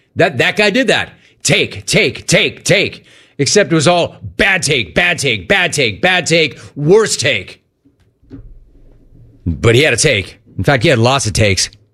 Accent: Los Angeles, California, United States; born there; Does Wiki still say that I was born in Tarzana? Also not accurate. I'm not from Tarzana. I'm not from Chatsworth. I was born in Los Angeles.

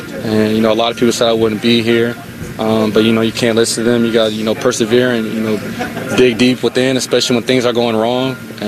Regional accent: Dallas, Texas, United States; I mean, I grew up in Dallas, Texas. I went to Allen.

